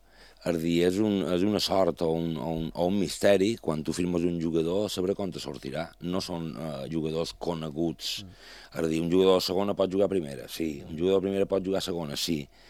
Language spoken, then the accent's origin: Catalan; Palma, Balearic Islands, Spain; born there; Jo sortia de cantatge i m'anava a peu fins a en Lluís Sitjà.